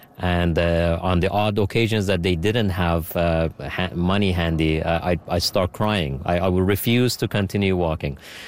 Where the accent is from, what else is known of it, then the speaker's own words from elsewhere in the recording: Tehran, Tehran Province, Iran; now in Canada; When I was a kid growing up in Tehran